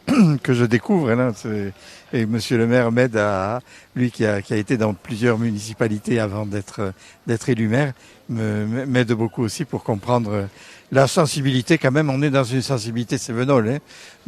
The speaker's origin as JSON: {"language": "French", "town": "Montpellier", "region": "Occitanie", "country": "France", "tie": "born or raised there", "also_born_or_lived": "Lyon / Bamako", "moved": "as an adult", "said": "Moi, je suis de Montpellier, j'ai grandi à Montpellier, la faculté à Montpellier, puis ensuite Lyon pour la faculté de théologie. Puis ensuite, ça a été Montpellier à nouveau, le Mali avec Bamako"}